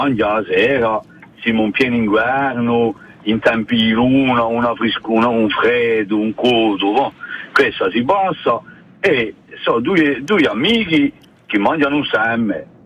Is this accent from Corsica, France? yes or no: yes; Piazzole, Corsica, France; in Piazzole, nel mio paese